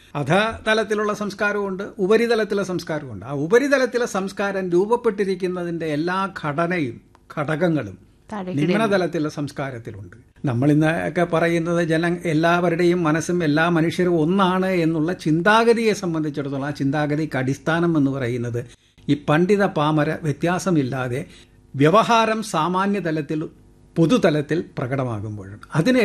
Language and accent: Malayalam; Kerala, India